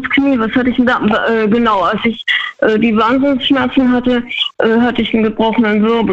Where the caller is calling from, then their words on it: Freiburg, Baden-Württemberg, Germany; Freiburg, kurz gesagt.